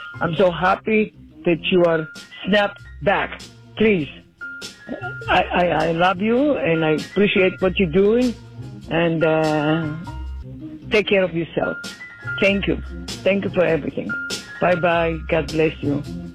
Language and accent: English; Israel; English is a second language; I am from Israel, and I listen to you before every day, every morning.